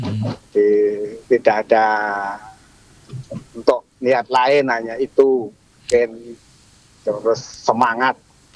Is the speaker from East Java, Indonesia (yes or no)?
no; Magelang, Central Java, Indonesia; moved away; Asli. Magelang.